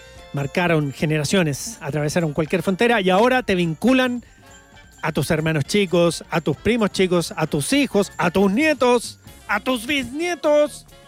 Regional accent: Chile

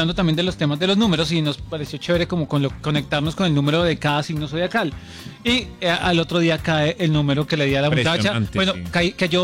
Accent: Colombia; realmente somos los colombianos que adoptamos esa situación y realmente es un país de la suerte.

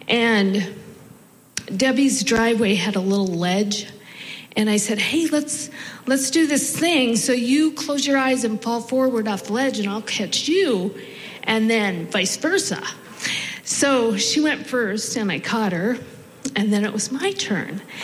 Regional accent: Mandan, North Dakota, United States; growing up in Mandan, North Dakota. So yeah, the nights went on forever. I was number 5 out of 6 children

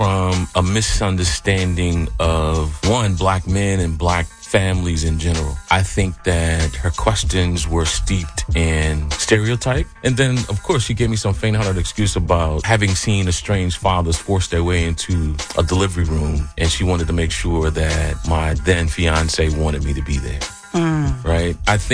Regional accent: South Carolina, United States; moved away; I just spent the weekend with my dad in South Carolina, debuting the book in my hometown

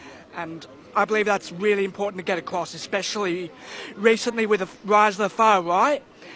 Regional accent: Geelong, Victoria, Australia; I'm from Geelang.

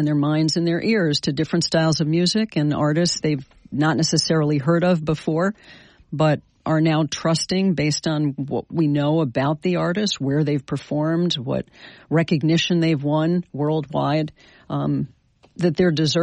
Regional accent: New York, United States; I got back to my hometown here in the Capital Region

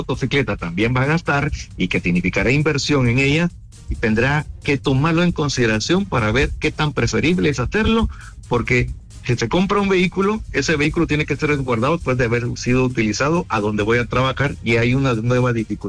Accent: Guatemala

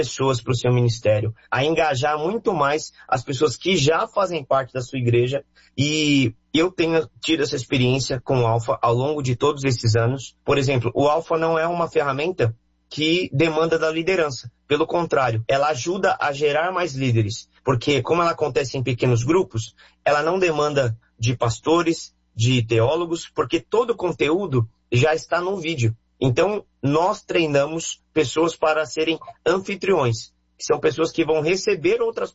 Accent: Brazil

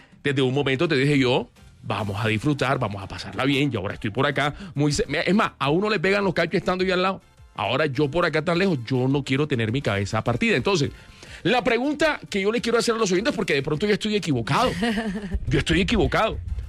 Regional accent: Barranquilla, Atlántico, Colombia; moved away; cuando me vine de Barranquilla

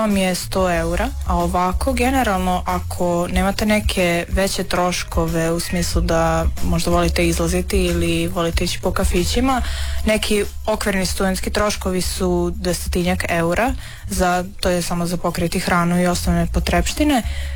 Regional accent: Subotica, Vojvodina, Serbia; moved away as an adult; now in Osijek, Croatia; dolazim iz Subotice i studiram na Akademiji za umjetnost i kulturu.

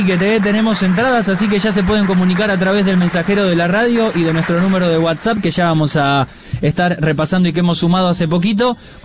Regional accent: San Genaro, Santa Fe, Argentina; con Pablito somos de San Genaro.

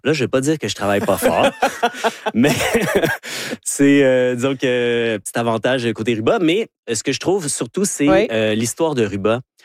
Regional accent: Vanier, Canada; born there; Oui, je suis né à Vanier, en face du marché du store. Mais, donc, je suis un deuxième génération.

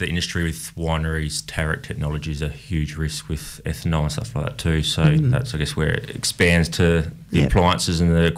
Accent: South Australia, Australia; Born and bred Barossa, young lad.

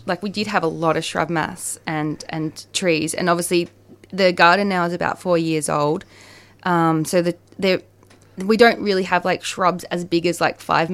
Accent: Winnandoo, Victoria, Australia; So me and Adrian grew up in Gippsland. He was from Toongabbie. I was from Winnandoo, which is near Rosedale.

